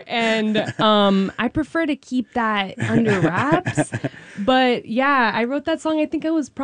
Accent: Redwood City, California, United States; born or raised there; also born or lived in Mexico

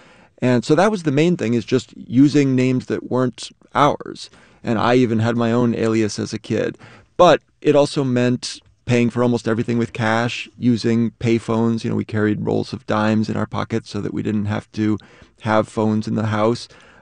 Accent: New York, United States; I was raised mostly in Harlem

